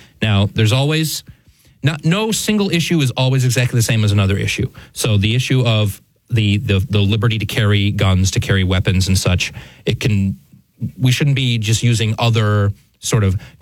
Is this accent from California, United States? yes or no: no; New York, United States; And this ruling out of the People's Republic of New York, my home state, thankfully says